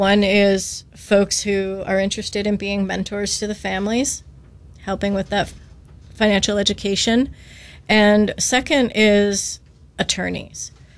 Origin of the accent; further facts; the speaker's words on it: New Jersey, United States; I'm from New Jersey, too.